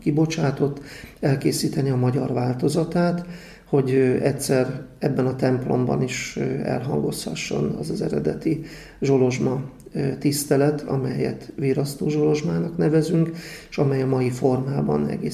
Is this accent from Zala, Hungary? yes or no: yes; Zalaegerszeg, Zala, Hungary; mivel én magam is a zalaegerszegi vagyok